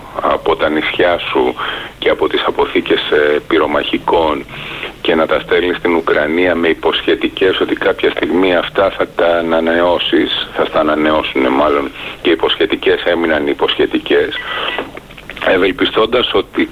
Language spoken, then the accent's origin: Greek; Greece; να λέω ότι είμαι Έλληνας